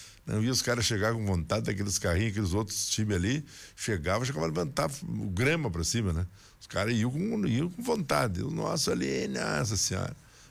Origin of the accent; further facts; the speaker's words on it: Brazil; Eu também, como brasileiro, torci pela seleção